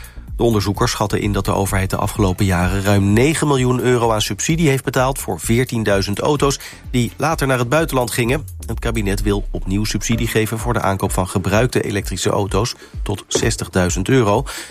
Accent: Amsterdam, North Holland, Netherlands; Ja, ik ben als Amsterdammer opgegroeid zeg maar, met de 50 tot en met de 54.

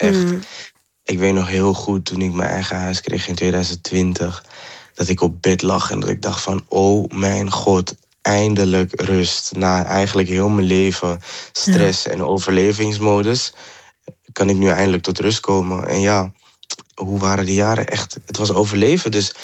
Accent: Amsterdam, North Holland, Netherlands; omdat ik oorspronkelijk van Amsterdam ben, werd ik overgeplaatst naar een crisisopvang in Amsterdam. Daar heb ik even verbleven en toen mocht ik begeleid gaan wonen

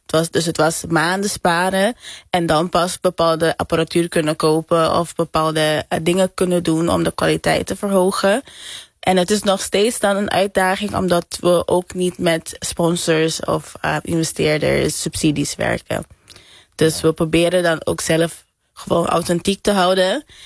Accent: Curaçao; first language Papiamento; Dutch is a second language; now in Netherlands; We komen uit Curaçao, we wonen in Nederland, dus je spreekt de hele dag bijna alleen Nederlands misschien.

